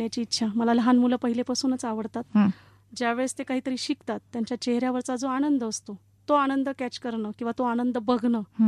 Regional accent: Malegaon, Maharashtra, India; मी मालेगावचीच आहे, माझा जन्म ही मालेगावचाच आहे.

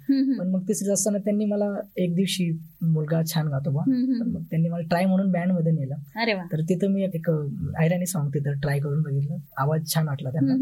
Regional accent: Varshi, Dhule district, Maharashtra, India; first language Ahirani; माझं मूळ गाव वर्षी, तालुका जिल्हा धुळे.

